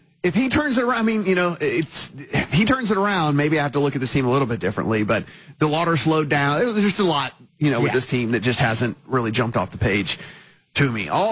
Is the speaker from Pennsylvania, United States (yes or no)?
no; Louisiana, United States; I kind of made them my de facto team because I came from Louisiana and there are no hockey teams.